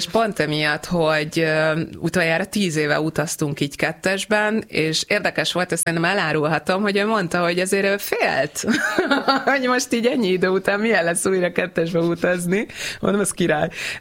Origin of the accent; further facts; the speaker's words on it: Hungary; oké, hogy gánai magyar vagyok